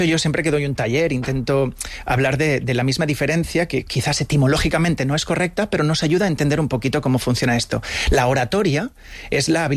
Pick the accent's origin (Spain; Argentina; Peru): Spain